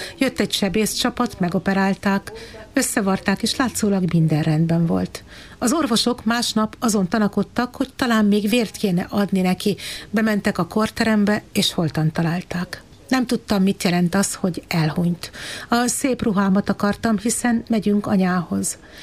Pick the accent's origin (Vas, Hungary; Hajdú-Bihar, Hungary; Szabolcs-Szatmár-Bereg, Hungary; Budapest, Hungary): Szabolcs-Szatmár-Bereg, Hungary; Mándok; also born or lived in Nyíregyháza; Én 1948-ban Nyíregyházán születtem, de Mándokon laktunk.